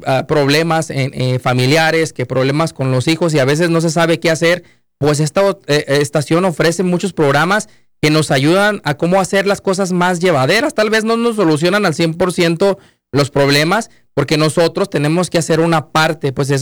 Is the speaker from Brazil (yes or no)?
no; Mexico; Estamos hablando de que nosotros tenemos esa herencia como mexicanos, ¿verdad?